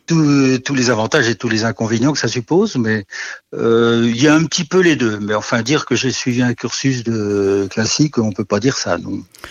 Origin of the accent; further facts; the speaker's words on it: Nouvelle-Aquitaine, France; Moi, je suis plutôt du Poitou-Charentes en fait. Je suis un petit peu au sud.